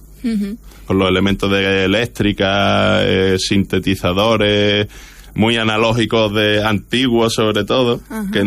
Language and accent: Spanish; Ardales, Andalusia, Spain; born or raised there